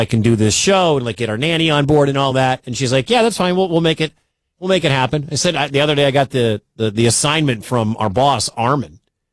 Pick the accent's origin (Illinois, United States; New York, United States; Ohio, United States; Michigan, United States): Michigan, United States; Detroit; now in West Des Moines, United States; My wife is from this part. I'm not from here. I'm from Detroit.